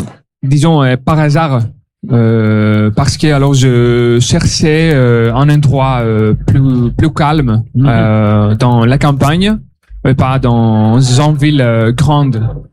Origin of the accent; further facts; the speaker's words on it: Corfu, Ionian Islands, Greece; French is a second language; moved away as an adult; now in Ribérac, France; Je viens de Grèce, à Corfou.